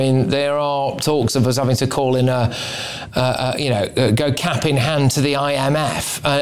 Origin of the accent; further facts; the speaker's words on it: United Kingdom; is that my responsibility as a British taxpayer?